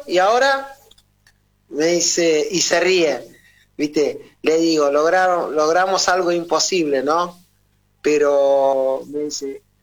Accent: Argentina; Sí, soy argentino, pero también no me olvido de mis raíces, claro, y de donde vengo.

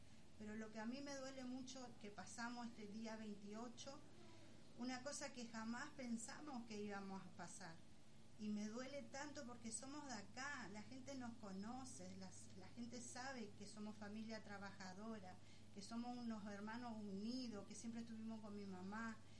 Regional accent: Puerto Iguazú, Misiones, Argentina; moved away as an adult; now in Buenos Aires, Argentina; fuimos al colegio acá, nacimos y nos criamos, tenemos muchos familiares de parte mía, tengo montones de tíos, abuelos. Bueno, mi abuelo fue pionero también acá de Puerto Iguazú

